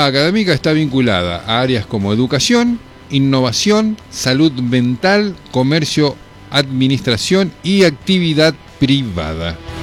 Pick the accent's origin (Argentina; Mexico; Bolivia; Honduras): Argentina; Pero somos felices los argentinos igual